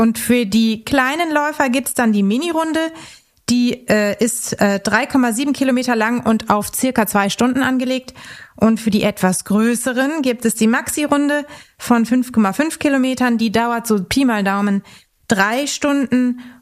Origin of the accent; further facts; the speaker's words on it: Linz am Rhein, Rhineland-Palatinate, Germany; in meiner Heimatstadt in Linz am Rhein